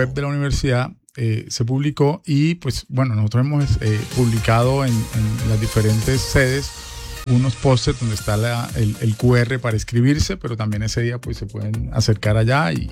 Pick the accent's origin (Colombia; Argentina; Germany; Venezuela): Colombia; Cartagena, Bolívar; born there; also born or lived in Bucaramanga; Yo soy mitad cartagenero, mitad santandereano. Nací acá, pero estudié allá en Bucaramanga, pero retorné a...